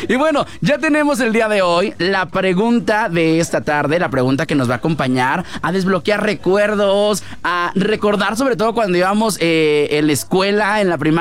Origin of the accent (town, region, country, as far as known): Morelia, Michoacán, Mexico; born there; now in Pachuca, Mexico